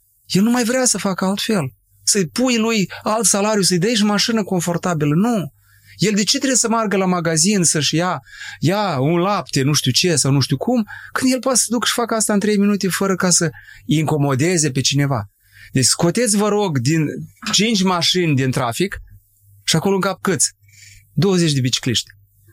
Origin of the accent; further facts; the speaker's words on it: Condrătești, Ungheni District, Moldova; moved away; Nu departe de satul meu de Baștină, Condrăteș.